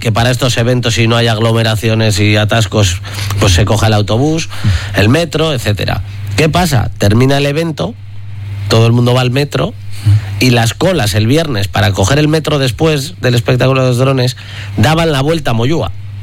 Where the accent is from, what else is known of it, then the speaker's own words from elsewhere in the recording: Bilbao, Basque Country, Spain; somos muy bilbaínos